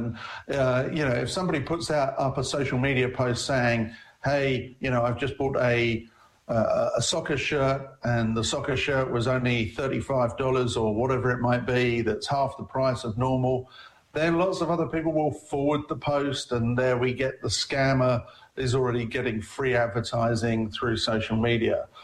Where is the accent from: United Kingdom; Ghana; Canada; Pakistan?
United Kingdom; England